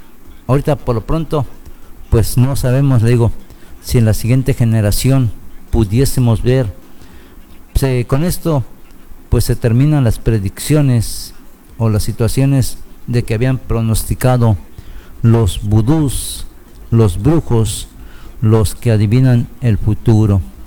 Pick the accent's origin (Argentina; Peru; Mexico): Mexico; ya nos regalaron algo que hace muchísimo no teníamos como mexicanos. Un país sonriendo al mismo tiempo.